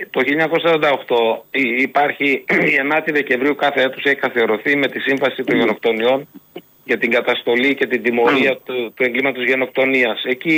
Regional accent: Greece; είμαι ο Έλληνας ακολούθος άμυνας

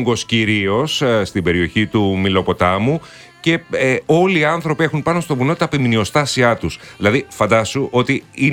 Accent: Crete, Greece; Από νότια του νομού Ηρακλείου, Μεσαρά.

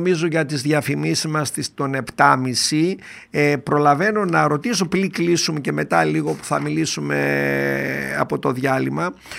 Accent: Kalochori, Greece; Είμαστε Έλληνες και είμαστε και από το Καλοχώρι, που έχει παράδοση μεγάλη.

